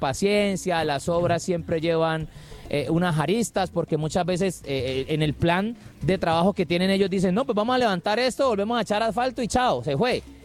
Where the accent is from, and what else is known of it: Cali, Valle del Cauca, Colombia